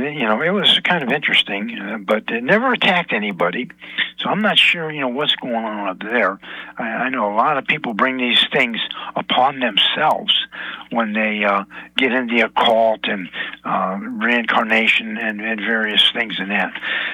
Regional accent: Barberton, Ohio, United States; I grew up in Barberton, Ohio, the Magic City, where we had the blue tip matches created there.

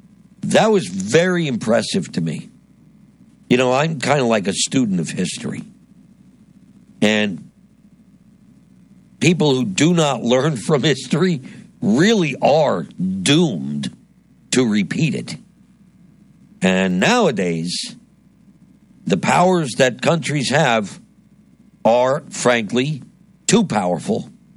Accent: New Jersey, United States; my home state of New Jersey

